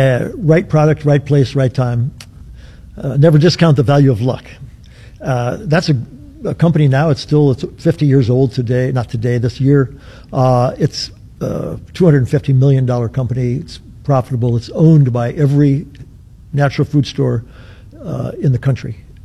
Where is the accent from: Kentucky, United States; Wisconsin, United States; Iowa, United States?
Iowa, United States; Maquoketa; now in Cedar Rapids, United States; born in Postville, raised in Maquoketa, live in Cedar Rapids. My first career was as a police officer in my hometown of Maquoketa.